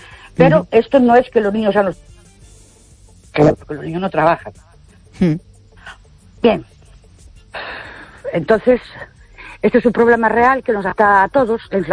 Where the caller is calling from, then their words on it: Ourense, Galicia, Spain; Buenas noches … de Ourense.